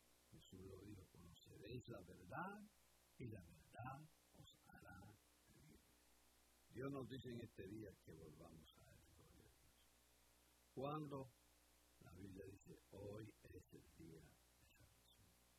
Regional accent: Vega Baja, Puerto Rico; Yo soy del pueblo de Vega Baja

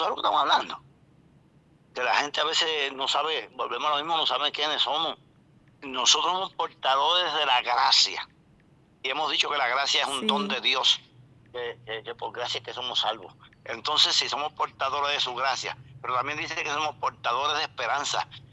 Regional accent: Puerto Rico; yo soy banilejo, no tengo papeles, soy puertorriqueño, pero me identifico con todos ustedes ahí.

